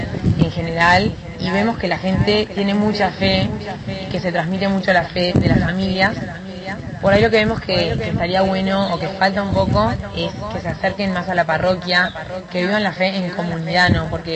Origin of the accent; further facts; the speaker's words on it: Bella Vista, Buenos Aires Province, Argentina; Y somos misioneros, venimos de Buenos Aires, de Bella Vista.